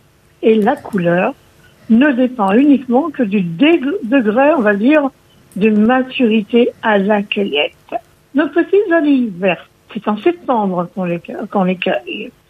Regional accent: Corsica, France; Bon, c'est vrai que chez nous en Corse, on a quand même des bonnes olives, hein.

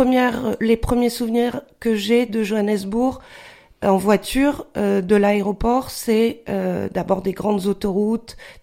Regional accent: Caen, Normandy, France; born there; Mon papa est ch'ti, ma maman est de Tokyo, et je suis née à Caen, donc je suis une ch'tit normande japonaise.

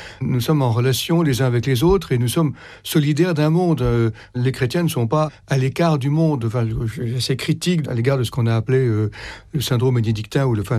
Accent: France; parce que bon, on est français, donc on est solidaire de la France

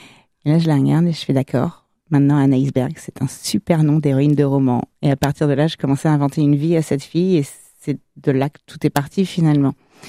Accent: Versailles, Île-de-France, France; also born or lived in Liverpool; J'ai grandi à Versailles.

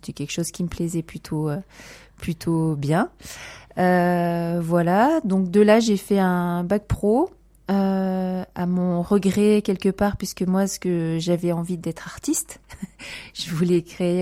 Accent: Solignac-sur-Loire, Auvergne-Rhône-Alpes, France; also born or lived in Le Puy-en-Velay; now in Polignac, France; Alors je suis une pure souche de Haute-Loire, donc je suis née au Puy-en-Velay. J'ai passé mon enfance sur Solignac-sur-Loire, plus précisément dans le plus beau village juste à côté, à Gisou. Petit village d'une centaine d'habitants avec en prime la cascade de la Baume.

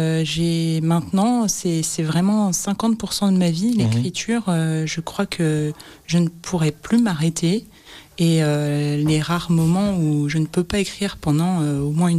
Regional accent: France; moved away as an adult; now in Brussels, Belgium; Je suis d'origine française, je suis arrivée à 19 ans en Belgique. Je suis restée en Belgique

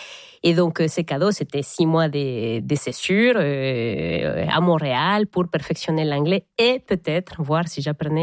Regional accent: Querétaro, Mexico; accent: Mexican; French is a second language; now in France; Alors moi j'ai grandi dans une ville qui s'appelle Querétaro. Et donc, qui est au nord de la ville de Mexico, à 1205 kilomètres, mais pas au nord du pays. C'est vraiment dans les centres du pays.

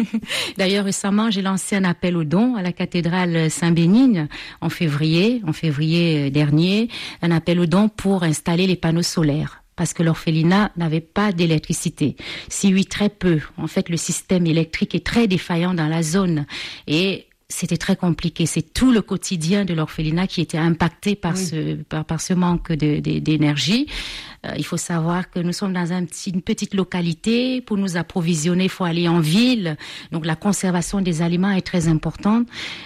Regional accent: Cameroon; retour aux sources, il y a de cela 15 ans, au Cameroun, dans mon pays d'origine.

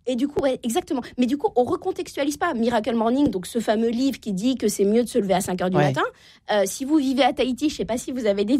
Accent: Normandy, France; je viens de Normandie, je peux me permettre de citer

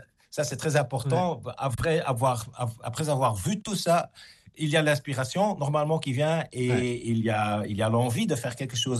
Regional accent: Belgium

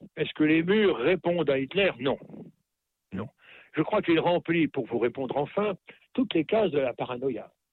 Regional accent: Normandy, France; C'est pas parce que je suis normand que je vous dis oui.

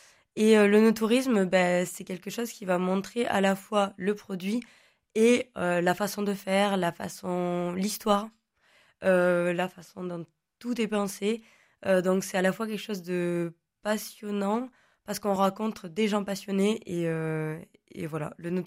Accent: Occitanie, France; first language Occitan; French is a second language; J'ai grandi entre les oliviers et les vignes languedociennes. Ma langue maternelle, c'est l'occitan.

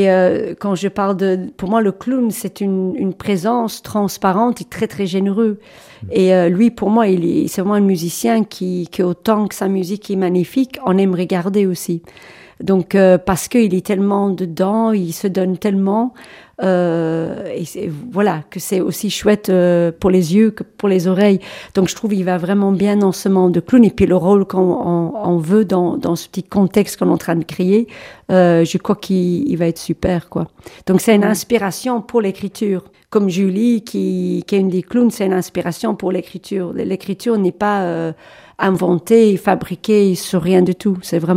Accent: England, United Kingdom; moved away; moi je suis anglaise, donc à la base

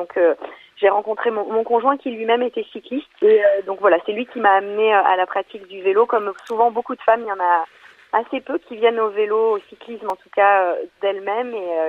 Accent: Nouvelle-Aquitaine, France; j'étais professeure d'EPS, donc originaire du Pays Basque, affectée pour mon métier de professeure d'EPS en région parisienne.

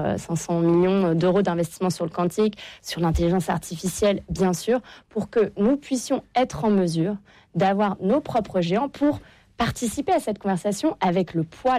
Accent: France; ici chez nous en France

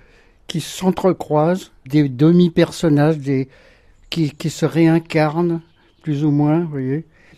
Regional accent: Paris, Île-de-France, France; moved away as an adult; now in Saint-Céneri-le-Gérei, France; Ah non, je suis un Parisien d'origine

